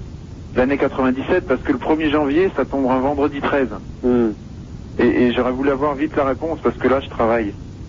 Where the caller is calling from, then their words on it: Hauts-de-France, France; Moi, j'appelle à côté de Tourcoing.